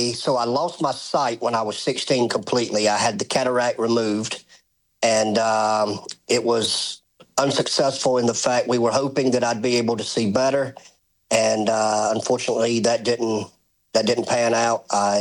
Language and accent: English; Thomaston, Georgia, United States; I'm from Georgia. I was born and raised in a small town of Thomaston, Georgia.